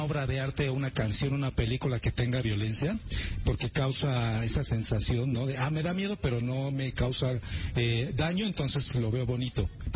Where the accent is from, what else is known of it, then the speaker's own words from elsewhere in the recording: Mexico; En México somos todavía tendemos a ser muy perjuiciosos